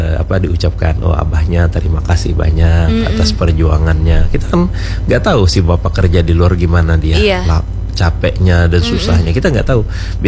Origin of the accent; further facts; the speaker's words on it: Banjar, South Kalimantan, Indonesia; budaya kita orang Banjar